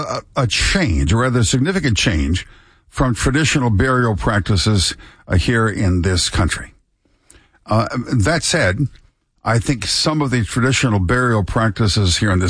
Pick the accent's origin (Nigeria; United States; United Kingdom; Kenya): United Kingdom; Scotland; although I'm Scottish